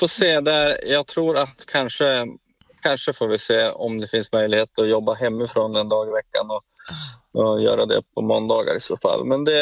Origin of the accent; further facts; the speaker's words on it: Skellefteå, Västerbotten County, Sweden; hade en del konserter både hemma i Skellefteå och där då i Uleåborg såklart.